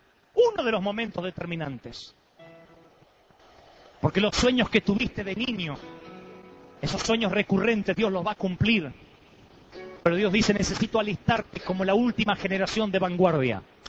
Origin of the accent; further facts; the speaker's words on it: Billinghurst, Buenos Aires Province, Argentina; born there; Te está hablando alguien que no tuvo la fortuna de nacer en Europa. Nací por allá en Sudamérica, en un pueblito que no aparece en el mapa, Billinghurst, de Buenos Aires.